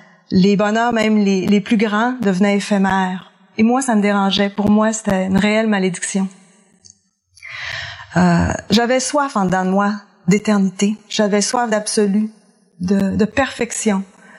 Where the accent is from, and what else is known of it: Saguenay, Quebec, Canada; born or raised there